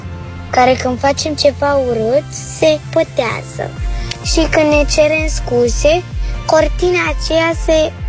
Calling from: Constanța, Constanța County, Romania; din Constanța, am 8 ani

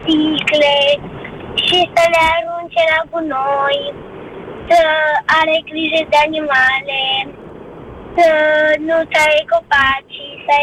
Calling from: Bucharest, Romania; din București, am 6 ani.

